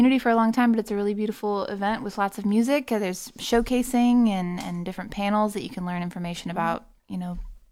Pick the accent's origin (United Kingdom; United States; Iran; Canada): United States; San Antonio, Texas; now in Nashville, United States; San Antonio and play Sam's Burger Joint, my hometown.